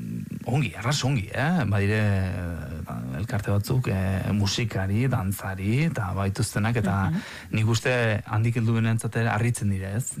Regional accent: Basque Country, Spain; Bai, hemen ondiz, Euskalduna gara, baino, hemen sortu gero baita

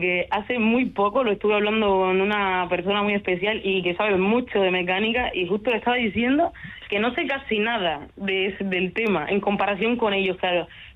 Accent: Cuba; moved away as an adult; en mi país, Cuba

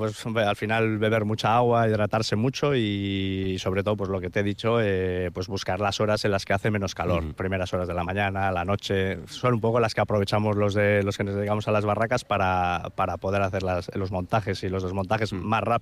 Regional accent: La Rioja, Spain; Yo en este caso soy de La Rioja

